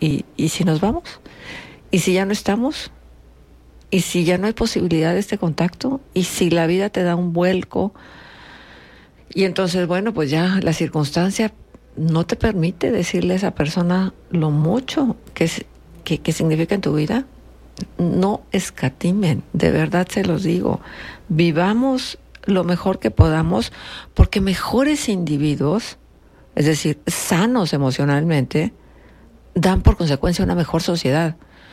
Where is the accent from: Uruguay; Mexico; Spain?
Mexico; hoy los mexicanos nos levantamos con una sonrisa.